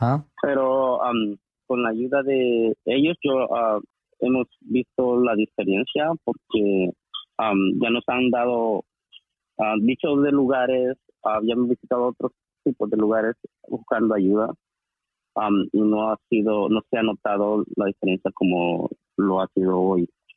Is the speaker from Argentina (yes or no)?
no; El Salvador; now in Los Angeles, United States; yo soy de El Salvador, estoy acá viviendo en Los Ángeles.